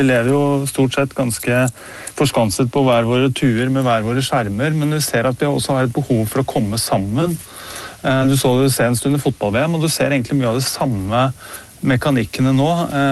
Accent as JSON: {"language": "Norwegian", "region": "Innlandet", "country": "Norway", "said": "Lytterne vil kanskje høre at jeg kommer fra Mjøsområdet"}